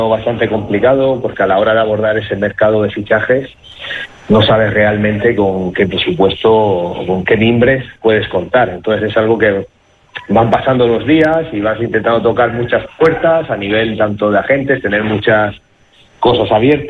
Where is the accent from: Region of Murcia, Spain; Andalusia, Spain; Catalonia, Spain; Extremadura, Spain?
Region of Murcia, Spain; moved away as an adult; now in Guernica, Spain; Allí en mi tierra, en Murcia, era profesor